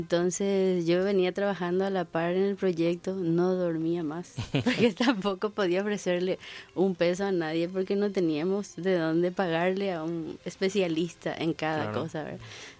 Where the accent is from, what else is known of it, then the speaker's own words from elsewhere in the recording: Quiquió, Paraguarí, Paraguay; born there; Porque en la época en que ellos empezaron a hacer música en donde vivíamos, hacia Quiquío, bueno, ellos eran de Ibicuí y después se mudaron a Quiquío.